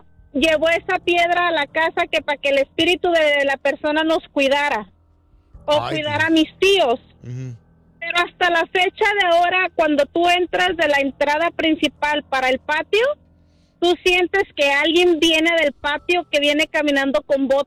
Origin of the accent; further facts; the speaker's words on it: Guadalajara, Jalisco, Mexico; yo soy de Guadalajara y arriba mis Chivas.